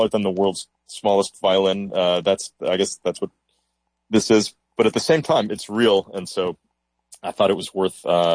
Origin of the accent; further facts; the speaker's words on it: Rochester, New York, United States; No, I grew up in Rochester, New York. My father is an optometrist, so definitely was comfortable, but not rich, not wealthy.